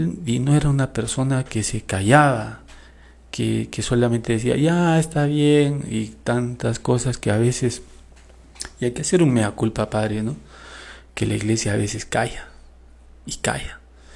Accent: Peru; nosotros, como peruanos

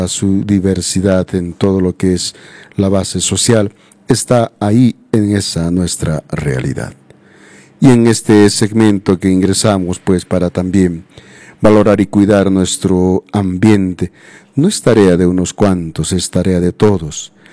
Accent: Peru; nuestra patria, el Perú

